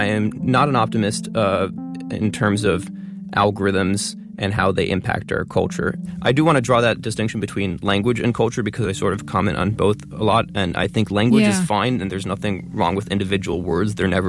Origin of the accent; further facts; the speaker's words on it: Albany, New York, United States; Then my congressman where I grew up in Albany, New York, Paul Tonko.